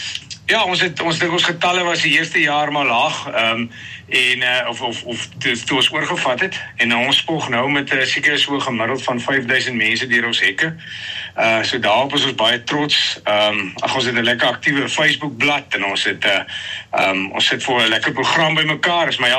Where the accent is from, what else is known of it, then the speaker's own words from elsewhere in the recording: Robertson, Western Cape, South Africa; ek is van Robertson, ek is my lewe lank al hier, gebore getoe, soos hulle sê, kom uit 'n plaasfamilie uit, ons boer hier so net buitekant Robertson, op 'n plaas met die naam Cloverfield.